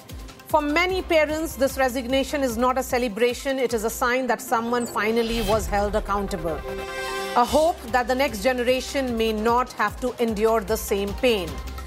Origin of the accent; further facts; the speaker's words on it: Bihar, India; protests happening not just at Jantar Mantar, but across the country, in my home state of Bihar as well.